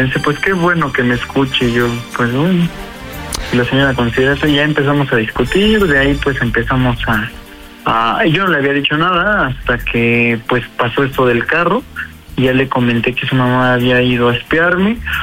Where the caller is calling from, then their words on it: Chalco, State of Mexico, Mexico; Tengo 34 años, soy de Chalco.